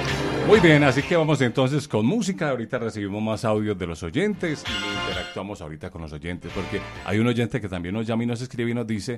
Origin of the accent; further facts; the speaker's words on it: Andes, Antioquia, Colombia; born there; also born or lived in Itagüí; Yo soy nacido en Itagüí. Por razones familiares tuve una época bonita que viví en Andes con mi abuela en una finca en el municipio de Andes, bueno, más en el corregimiento Santa Rita de Andes. La primaria la hice en este corregimiento Santa Rita.